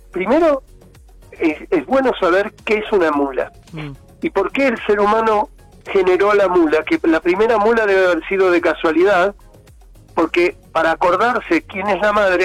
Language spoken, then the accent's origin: Spanish; Argentina; Y hay tanta cosa que no recuperamos los argentinos.